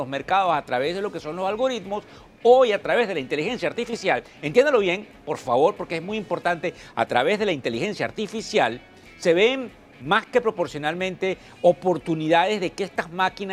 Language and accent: Spanish; Venezuela; yo soy el venezolano de la Tribuna de Negocios Televisión.